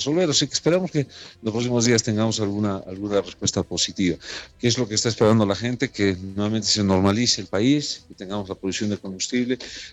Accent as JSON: {"language": "Spanish", "country": "Bolivia"}